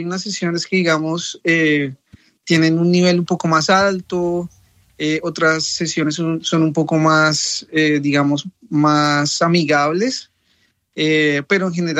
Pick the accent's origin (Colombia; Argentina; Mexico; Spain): Colombia; now in New York, United States; el hecho de venir de Colombia, que es un país muy rico en distintas tradiciones musicales, tenemos una diversidad increíble en las regiones